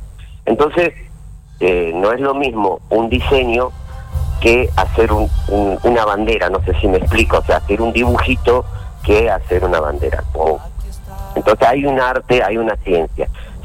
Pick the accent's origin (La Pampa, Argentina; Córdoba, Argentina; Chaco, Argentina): Chaco, Argentina; Quitilipi; yo soy oriundo de Quitilipi y yo me crié, no digo que me crié en el monte, pero era bastante sabandija, andaba por la onda y andaba vagando por los montes